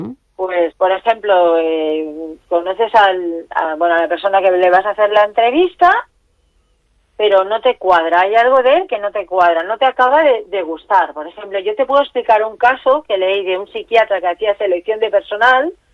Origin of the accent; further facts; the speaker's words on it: L'Hospitalet de Llobregat, Catalonia, Spain; Bueno, ya habréis notado que tengo el acento de aquí, ¿no?